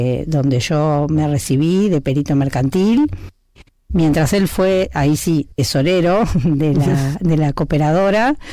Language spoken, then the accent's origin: Spanish; Pehuajó, Buenos Aires Province, Argentina; vengo como una de las nietas, en el caso de las pehuajenses